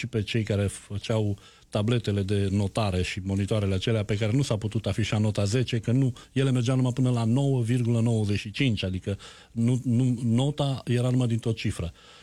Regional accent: Romania; now in Montreal, Canada; cu ziariștii români de aici, din Montreal

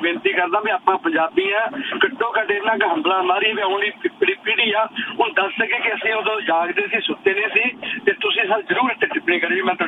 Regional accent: Punjab, India; ਮੈਂ ਵੀ ਪੰਜਾਬੀ ਹਾਂ, ਮੈਂ ਪੰਜਾਬੀ ਬਾਰੇ ਗੱਲ ਕਰਨਾ।

